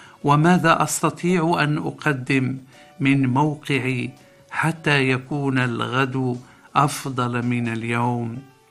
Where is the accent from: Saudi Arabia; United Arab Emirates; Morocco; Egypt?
Morocco; حفظ الله بلدنا المغرب